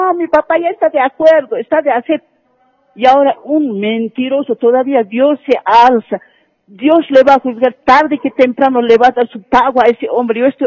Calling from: La Paz, Bolivia; Aquí yo llamo de La Paz.

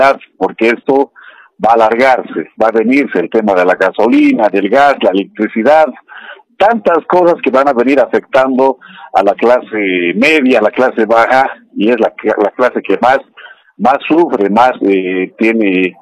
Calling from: Cochabamba, Bolivia; De Cochabamba, de la zona sur.

